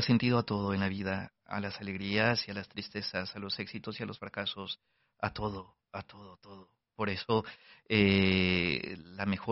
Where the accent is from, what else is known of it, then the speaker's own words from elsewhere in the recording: Guatemala; uno de los tantos volcanes en mi país, en Guatemala